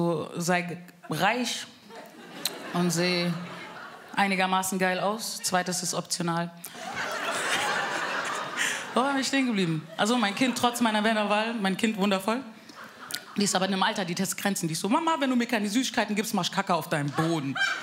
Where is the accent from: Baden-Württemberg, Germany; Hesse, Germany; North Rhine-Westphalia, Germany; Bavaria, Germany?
Bavaria, Germany; Ich bin aus Frankfurt. Spaß, ich bin eigentlich aus Bayern. Wirklich, wirklich.